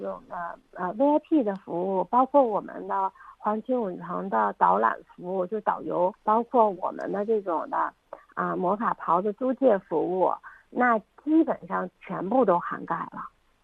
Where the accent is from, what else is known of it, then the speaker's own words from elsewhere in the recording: Daying, Sichuan, China; 为我家乡呢大英他代言。